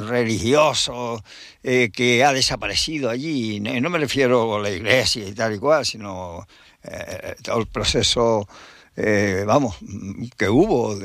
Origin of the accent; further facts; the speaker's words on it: Canary Islands, Spain; nosotros canarios que nos decimos somos tricontinentales, europeos, pero somos europeos por la tradición y tal, la conquista de España al archipiélago. Pues, segundo, africano